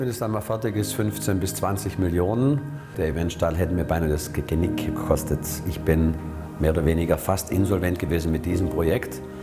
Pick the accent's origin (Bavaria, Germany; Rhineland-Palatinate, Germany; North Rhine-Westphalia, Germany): Bavaria, Germany; bin ich aus dem Allgäu.